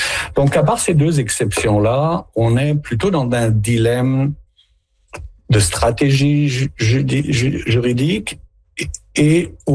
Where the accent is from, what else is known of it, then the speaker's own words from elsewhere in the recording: Canada; chez nous au Canada